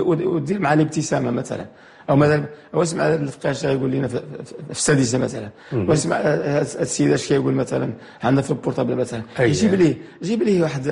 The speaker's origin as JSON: {"language": "Arabic", "country": "Morocco", "said": "عندنا في المغرب"}